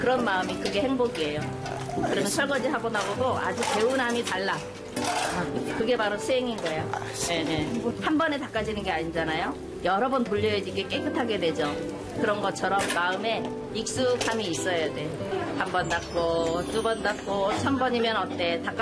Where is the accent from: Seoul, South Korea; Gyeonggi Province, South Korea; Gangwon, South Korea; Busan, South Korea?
Seoul, South Korea; 아, 서울.